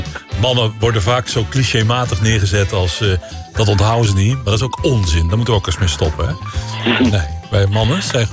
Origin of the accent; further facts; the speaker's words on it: Netherlands; Dat is ons gemeenschappelijke verleden als Nederlanders.